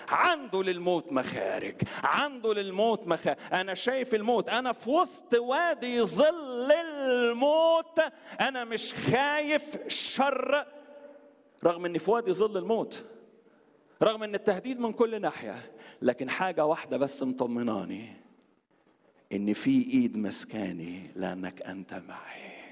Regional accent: Alexandria, Alexandria Governorate, Egypt; عندنا في اسكندرية في سيدي بشر

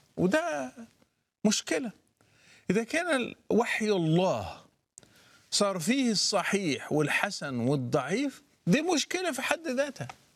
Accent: Morocco; بس إحنا كمغاربة هتلاقي في المغرب اللي بيسمى المغرب العربي ما بنعترفش بالإعجام

